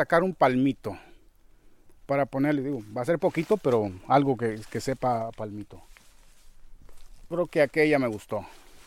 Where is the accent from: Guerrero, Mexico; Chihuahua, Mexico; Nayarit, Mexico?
Guerrero, Mexico; Entonces nos vinimos al estado de Guerrero y pues eso hace ya un ratillo, hace ya 40 y tantos años, 43 años precisos, y ya, nos quedamos aquí, está la fecha, ¿no? Yo, básicamente aquí crecí.